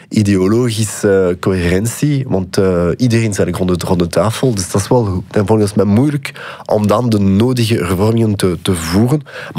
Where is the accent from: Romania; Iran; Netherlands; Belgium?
Belgium; Wallonia; Dutch is a second language; now in Brussels, Belgium; Aanvankelijk kom ik uit Wallonië, waar het Nederlands echt een vreemde taal is. Mm-hmm. Dus toen ik hier in Brussel aankwam, kon ik eigenlijk geen sik op het woord in de Nederlands spreek.